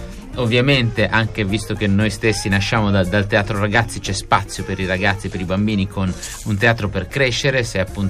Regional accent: Milan, Lombardy, Italy; io lo dico da milanese

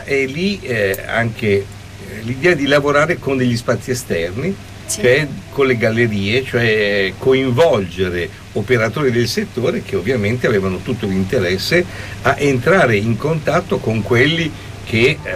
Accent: Milan, Lombardy, Italy; moved away as an adult; now in Bologna, Italy; lo dico da fuorisede perché io ho studiato a Bologna ma vengo da Milano

